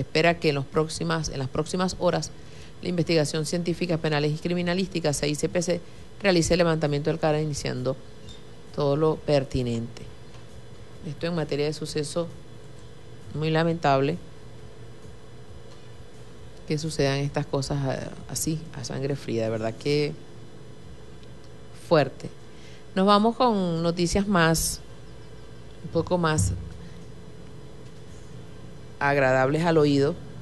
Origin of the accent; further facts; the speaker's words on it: Venezuela; Los que seguimos acá en Venezuela